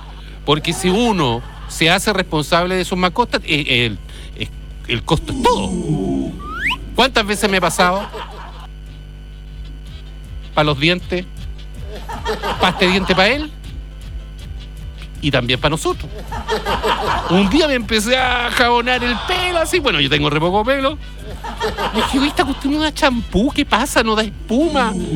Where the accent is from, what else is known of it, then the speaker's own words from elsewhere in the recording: Lota, Biobío, Chile; yo soy de Lota.